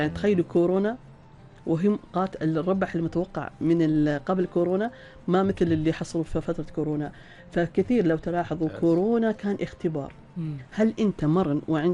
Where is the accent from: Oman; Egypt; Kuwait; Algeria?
Oman; Salalah, Dhofar; عندنا في صلالة